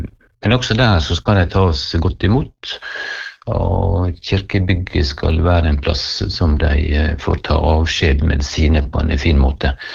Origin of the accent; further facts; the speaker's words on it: Møre og Romsdal, Norway; moved away; det klart at jeg er jo sunnmøring og kommer til å forbli sunnmøring.